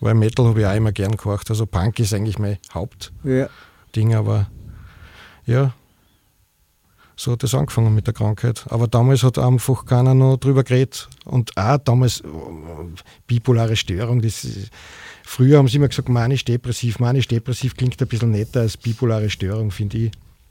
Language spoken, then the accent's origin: German; Schladming, Styria, Austria; also born or lived in Graz; Also ich bin ja in der Obersteiermark aufgewachsen, das habe ich vergessen zu sagen.